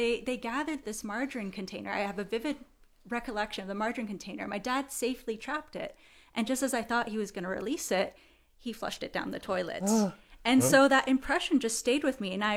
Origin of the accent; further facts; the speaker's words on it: Toronto, Ontario, Canada; my hometown of Toronto.